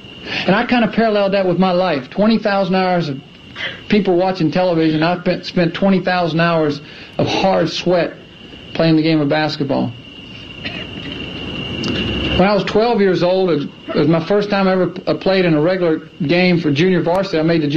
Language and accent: English; Clemson, South Carolina, United States; I grew up in Clemson, South Carolina. When I was 4 years old, the only thing I ever knew was basketball.